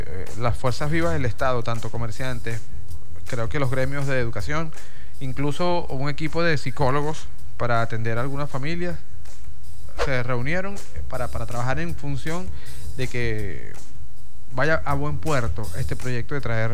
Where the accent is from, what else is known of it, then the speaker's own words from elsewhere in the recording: Punta de Mata, Monagas, Venezuela; moved away; Y en Punta de Mata, que es de donde yo vengo